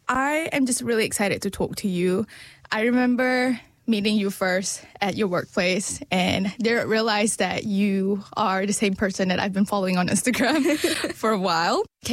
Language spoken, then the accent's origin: English; Malaysia; So when we met and you asked me where I was from, I was from Malaysia